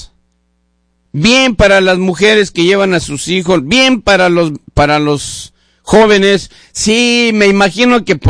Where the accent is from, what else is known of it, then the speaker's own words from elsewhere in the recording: Mexico; now in Seattle, United States; Yo soy mexicano y me siento muy orgulloso de serlo. Estoy muy agradecido con este país y con esta ciudad que me abrió las puertas y me ha dado muchas oportunidades.